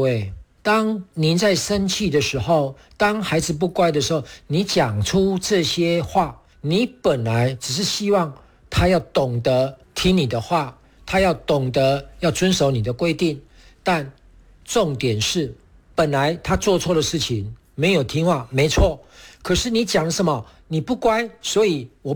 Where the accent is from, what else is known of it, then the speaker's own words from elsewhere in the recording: Taiwan; 想要跟大家来分享的是